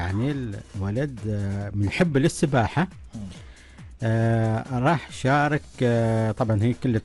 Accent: Oman; عندنا في عمان

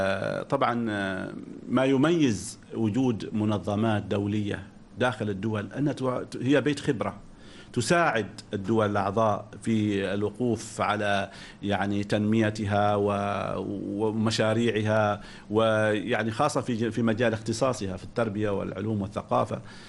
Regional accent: Oman; أنا كعماني

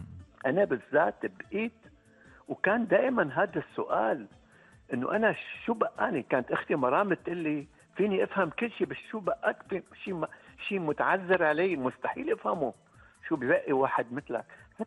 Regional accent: Latakia, Latakia Governorate, Syria; طبعا مدينتي اللاذقية مدينة أنا يعني ممكن بقول انصلبت عليها وانتميت لها

